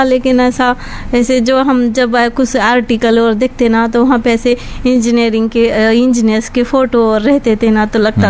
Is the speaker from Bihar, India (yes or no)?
no; Ujani, Maharashtra, India; moved away; हमारा गांव भी मतलब बहुत अच्छा है ऐसे।